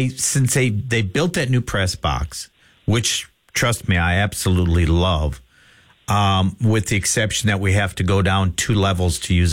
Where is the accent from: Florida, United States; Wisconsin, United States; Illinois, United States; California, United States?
Wisconsin, United States; moved away; my hometown radio station up in Wisconsin